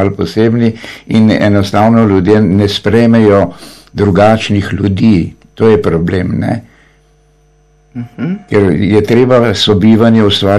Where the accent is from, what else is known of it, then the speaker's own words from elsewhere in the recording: Mirna Peč, Southeast Slovenia, Slovenia; moved away; also born or lived in Kropa / Novo mesto; moje otroštvo je bilo v Mirni peči